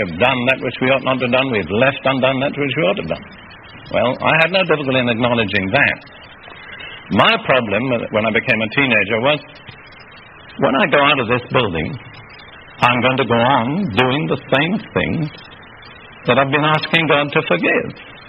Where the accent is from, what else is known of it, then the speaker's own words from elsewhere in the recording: United Kingdom; but I grew up in the Anglican Church in Britain.